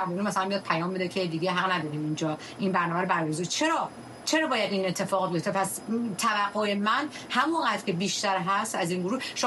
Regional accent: Iran; ما در یک کشوری بزرگ شدیم که از بچگی به ما گفتن احترام بذار

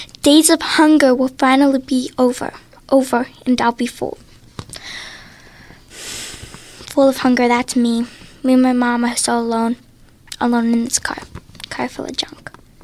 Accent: Pittsburgh, Pennsylvania, United States; I'm from the north side.

